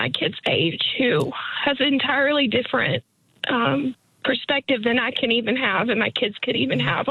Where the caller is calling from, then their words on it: Sanford, North Carolina, United States; Hi, I'm calling from Sanford, North Carolina. It's about an hour outside of Raleigh.